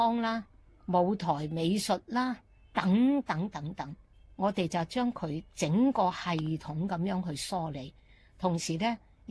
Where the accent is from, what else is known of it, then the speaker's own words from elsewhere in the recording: Guangzhou, Guangdong, China; accent: Cantonese; 我们广州话有句话，五祖传六祖，越传越冇谱啊嘛！